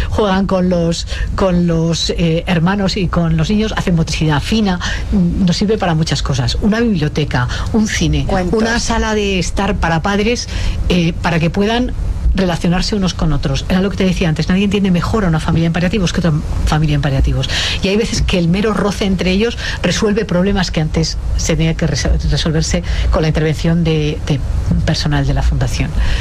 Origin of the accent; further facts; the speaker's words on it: León, Castile and León, Spain; Yo soy leonesa